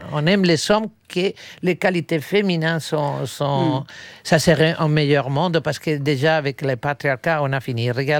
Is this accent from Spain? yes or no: yes; Palma, Balearic Islands, Spain; born there; French is a second language; moved away as an adult; moi, c'est de Palma, parce que je suis né à Palma de Mallorca.